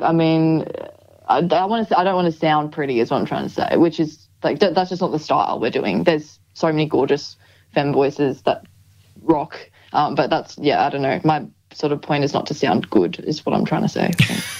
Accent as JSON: {"language": "English", "region": "Queensland", "country": "Australia", "said": "Oh, yeah, I'm just from Queensland."}